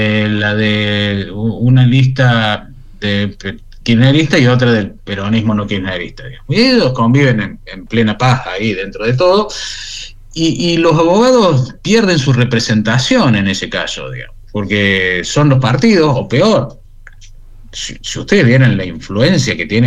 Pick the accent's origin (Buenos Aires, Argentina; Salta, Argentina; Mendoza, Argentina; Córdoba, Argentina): Córdoba, Argentina; que soy cordobés